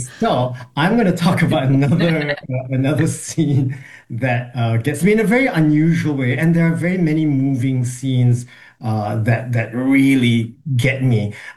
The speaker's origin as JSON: {"language": "English", "country": "Singapore", "said": "as a Singaporean"}